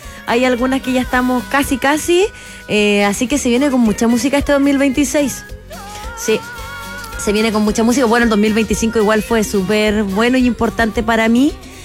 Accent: Iquique, Tarapacá, Chile; Yo soy iquiqueña, Alvarito. Iquique, tierra de campeones.

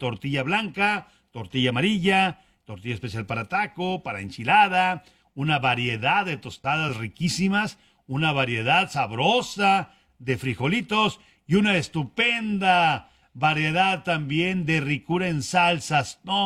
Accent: Argentina; como argentino y muchos como yo, no vamos a alentar a México contra Inglaterra

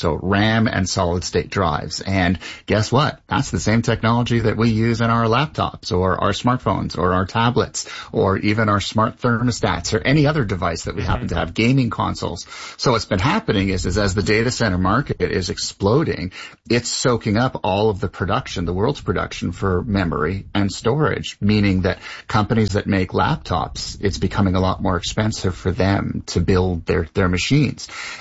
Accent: Canada; Lovely being Canadian.

